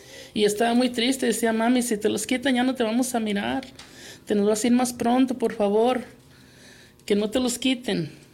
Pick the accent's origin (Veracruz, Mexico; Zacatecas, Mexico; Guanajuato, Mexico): Zacatecas, Mexico; Jalpa; que yo soy de Jalpa, Zacatecas, y mi rancho es Corral de Piedra